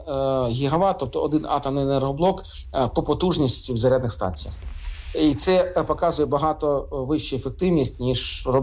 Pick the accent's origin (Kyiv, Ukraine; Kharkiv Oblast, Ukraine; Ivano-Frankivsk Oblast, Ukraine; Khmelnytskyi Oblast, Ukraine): Kharkiv Oblast, Ukraine; Kharkiv; мій рідний Харків